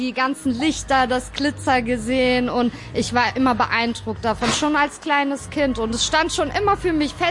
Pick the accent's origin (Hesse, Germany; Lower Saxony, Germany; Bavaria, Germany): Hesse, Germany; Frankfurt; Ich bin in Frankfurt geboren und aufgewachsen im Gutleutviertel. Das ist das Bahnhofsviertel, Rotlichtmilieu